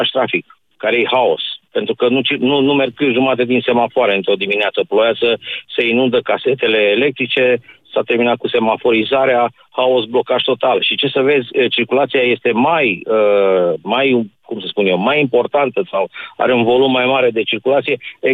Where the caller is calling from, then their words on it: Bucharest, Romania; că eu sunt din București